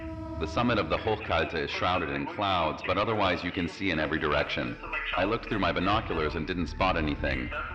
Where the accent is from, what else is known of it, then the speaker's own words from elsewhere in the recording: Ramsau, Bavaria, Germany; I was born and raised in Ramsau.